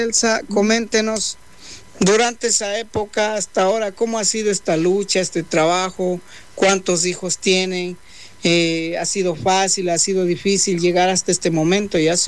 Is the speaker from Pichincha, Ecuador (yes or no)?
no; Santo Domingo, Santo Domingo de los Tsáchilas, Ecuador; moved away; Ay, también yo vine de allá, vea. Tantas cosas que coinciden. Yo también vine de Santo Domingo en el año 2000.